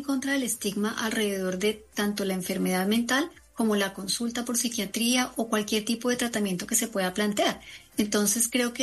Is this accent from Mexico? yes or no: no; Colombia; Lo que nos protege a nosotros como colombianos y como latinoamericanos en general es el soporte de la familia.